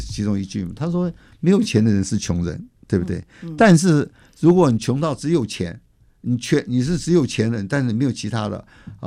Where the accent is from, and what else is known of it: China